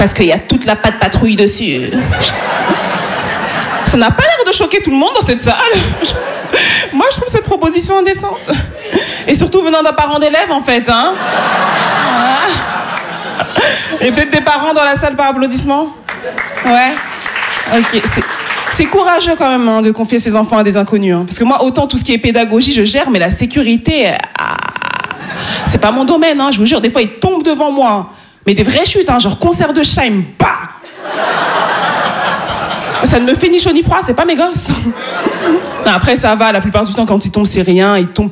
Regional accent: Île-de-France, France; born there; C'est peut-être parce que je suis née dans le Val-d'Oise

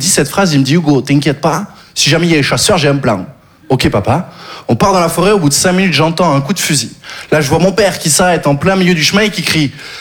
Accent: Occitanie, France; born or raised there

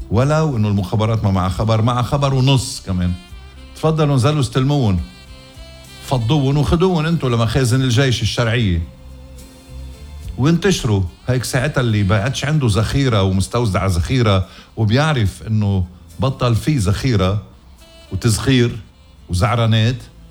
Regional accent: Lebanon; يا بلدي لبنان

